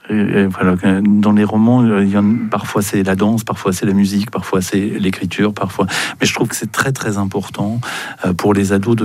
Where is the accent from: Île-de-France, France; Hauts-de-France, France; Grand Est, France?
Grand Est, France; Moi, j'ai grandi en Champagne-Ardenne. J'habite en Champagne-Ardenne. C'est loin de la mer et ça me manque.